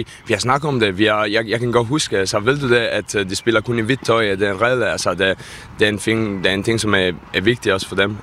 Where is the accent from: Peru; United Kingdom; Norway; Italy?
Italy; Danish is a second language; now in Denmark; jeg er ikke fra Danmark, jeg kommer fra Italien.